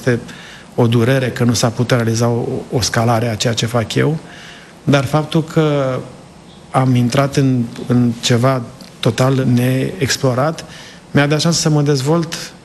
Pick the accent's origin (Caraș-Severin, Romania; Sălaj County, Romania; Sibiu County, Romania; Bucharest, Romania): Sibiu County, Romania; now in United States; Sunt de lângă Sibiu. Am stat lângă Copșa Mică și...